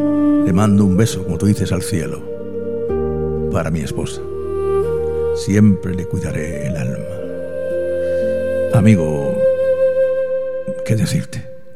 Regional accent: Valladolid, Castile and León, Spain

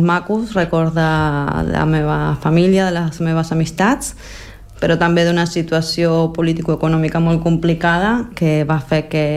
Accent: Argentina; moved away; perquè jo vaig marxar de l'Argentina al juliol i aquesta situació es va donar al desembre.

